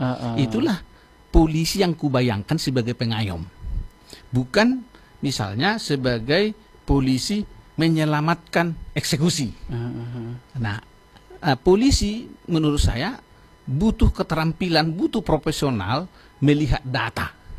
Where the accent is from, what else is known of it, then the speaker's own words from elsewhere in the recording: Porsea, North Sumatra, Indonesia; Saya orang Batak, lahir sampai SMA di Toba, di desa Nalela, kecamatan Porsea.